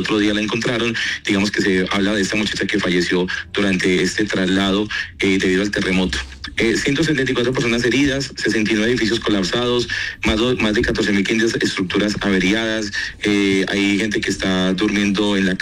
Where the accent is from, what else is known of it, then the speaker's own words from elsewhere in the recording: Pereira, Risaralda, Colombia; now in Armenia, Colombia; yo soy de Pereira